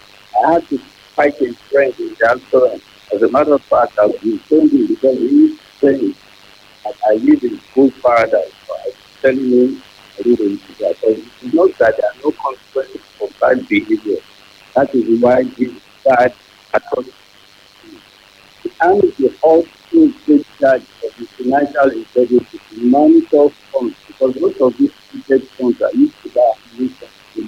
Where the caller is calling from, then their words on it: Ibadan, Oyo, Nigeria; I'm calling from Ring Road, Ibadan.